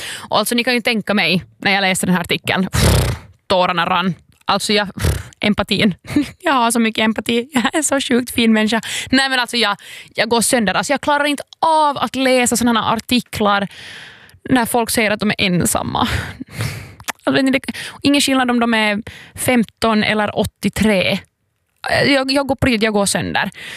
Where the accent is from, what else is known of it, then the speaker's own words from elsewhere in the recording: Ostrobothnia, Finland; vi testar på att bo någon annanstans än hemma i Lilla Vasa